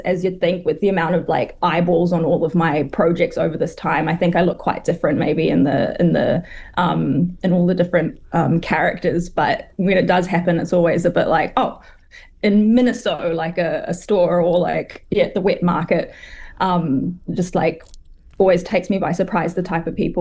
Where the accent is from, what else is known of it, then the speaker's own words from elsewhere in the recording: New Zealand; also born or lived in China; growing up in New Zealand definitely like influenced me in a way that I do just feel like I'm predominantly like a Kiwi chick. But in saying that, I still have a massive influence from the China side, and being in China